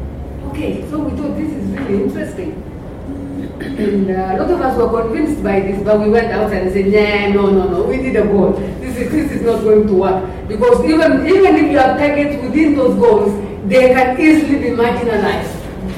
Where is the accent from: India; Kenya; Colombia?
Kenya; knowing that I came from Kenya